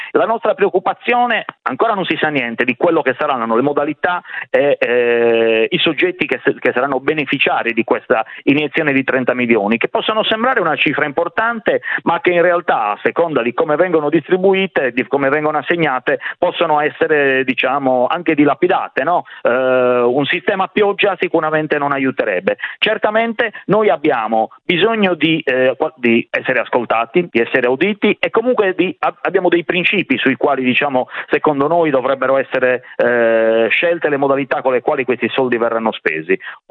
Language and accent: Italian; Sardinia, Italy; da sardo e da rappresentante di imprese sarde, c'è il tema dell'insularità